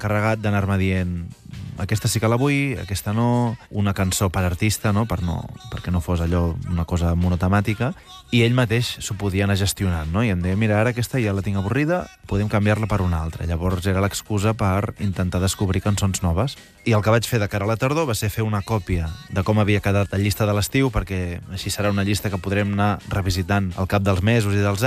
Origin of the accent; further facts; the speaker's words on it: Vilanova i la Geltrú, Catalonia, Spain; com que som de la comarca del Garraf i jo sóc de Vilanova